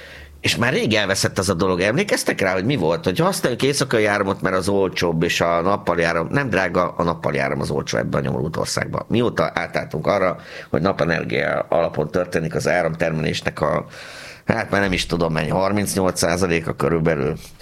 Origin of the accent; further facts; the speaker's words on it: Pécs, Baranya, Hungary; born there; én pécsiként sosem libikókáztam, mert mi döcögőztünk